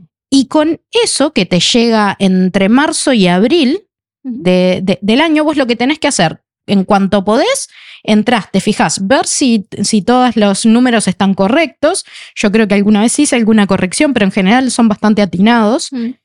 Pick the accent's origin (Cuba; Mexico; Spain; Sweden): Sweden; Spanish is a second language